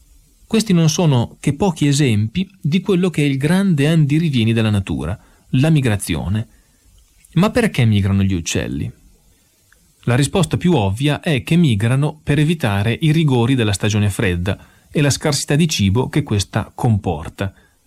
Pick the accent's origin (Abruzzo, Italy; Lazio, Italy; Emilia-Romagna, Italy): Emilia-Romagna, Italy; qui dalle mie parti, nel Modenese